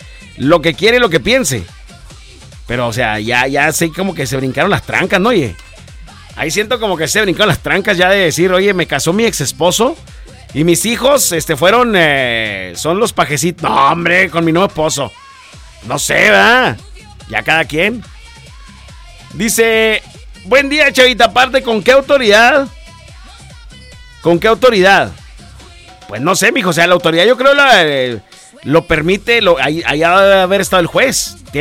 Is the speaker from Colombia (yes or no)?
no; Mexico; ya es americano, yo soy mexicano, y ¿a poco ya voy a tener los papeles?